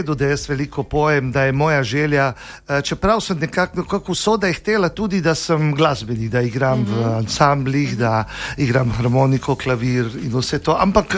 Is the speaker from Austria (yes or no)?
no; Selce, Primorje-Gorski Kotar County, Croatia; also born or lived in Rijeka; now in Slovenia; Na Reki sem se rodil, po očetu sem Hrvat, oče ima korenine dalmatinske. Odraščal sem v Selcih, to je eno mehno mestece. Uh-huh. Po materi sem pa Slovenec, ne? Mati je z Litije.